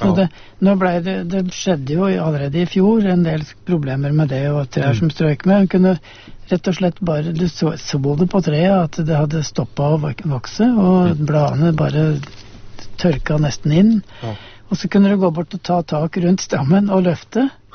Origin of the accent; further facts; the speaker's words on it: Østmodum, Buskerud, Norway; gården hjemme på Østmodum